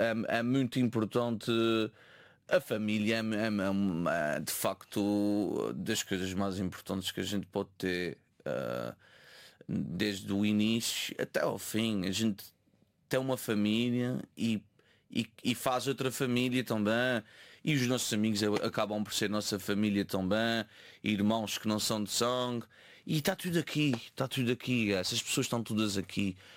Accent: Azores, Portugal; E tudo, o temor a Deus que existe muito na minha terra...

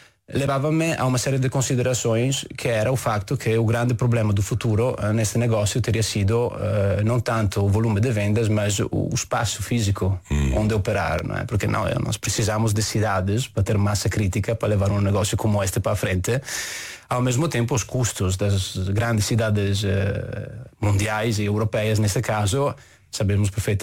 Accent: Treviso, Veneto, Italy; Portuguese is a second language; moved away as an adult; now in Porto, Portugal; eu mudei-me para cá em 2009. Na verdade, sou originário da Itália, de uma cidade chamada Treviso. Uma pequena cidade a 20 minutos da Veneza, basicamente, muitas vezes até confundida com Veneza, tanto é que, por questões práticas, costumo dizer que sou de Veneza.

